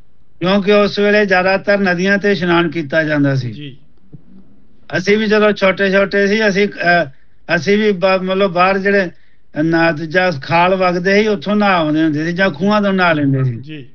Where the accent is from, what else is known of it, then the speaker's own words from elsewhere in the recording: Punjab, India; moved away; ਜਿਵੇਂ ਅਸੀਂ ਭਾਰਤੀ ਹਾਂ, ਸਾਡਾ ਸੱਭਿਆਚਾਰ ਪੰਜਾਬੀ ਤੇ ਵਿਦੇਸ਼ਾਂ ਵਿੱਚ ਆ ਕੇ ਅਸੀਂ ਵੀ ਪੱਛਮੀ ਸੱਭਿਆਚਾਰ ਵਿੱਚ ਰਹਿਣ ਕਰਕੇ